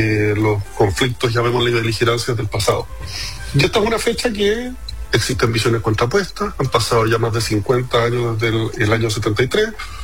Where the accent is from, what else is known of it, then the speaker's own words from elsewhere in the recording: Chile; Y bueno, yo creo que partir diciendo que esto es una fecha que nos divide como chilenos, o sea, seamos sinceros.